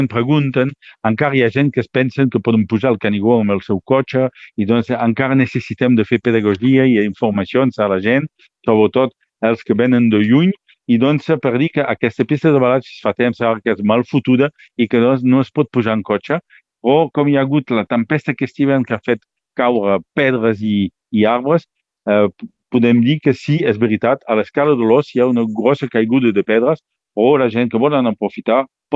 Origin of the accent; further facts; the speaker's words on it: Villefranche-de-Conflent, Occitania, France; comença aquí al meu poble, Vilafranca